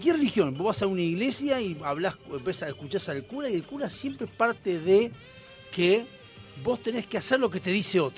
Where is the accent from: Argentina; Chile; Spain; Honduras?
Argentina; nosotros, como argentinos